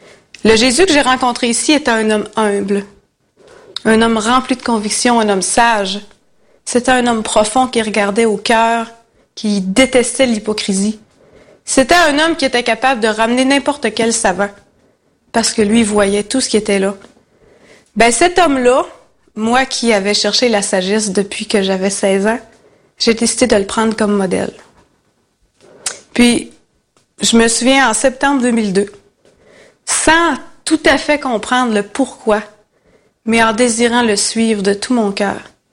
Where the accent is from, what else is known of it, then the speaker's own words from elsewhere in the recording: Quebec, Canada; j'étais seule dans cette région-là parce que je venais du Saguenay.